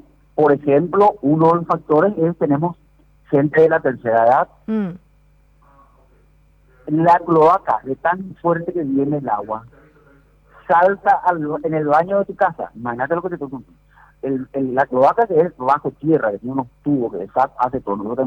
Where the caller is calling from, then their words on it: Asunción, Paraguay; Nosotros estamos en Asunción, yo soy italiano de Asunción, y digamos, una cuadra más es Fernando de la Mora.